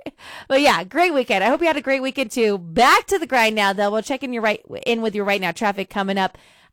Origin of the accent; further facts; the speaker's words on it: Beatty, Nevada, United States; also born or lived in Phoenix, Arizona; now in Reno, United States; I grew up in Phoenix, Southern Nevada, and Beatty. So I'm used to the heat. I mean, I say I'm used to it. I've been in Reno for almost 20 years.